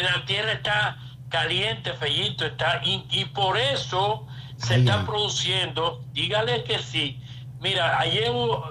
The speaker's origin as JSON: {"language": "Spanish", "town": "Santiago de los Caballeros", "region": "Santiago", "country": "Dominican Republic", "said": "Recuerden que yo soy Santiago de España, de Compostela, es Santiago de Chile, pero nosotros somos el primer Santiago de América."}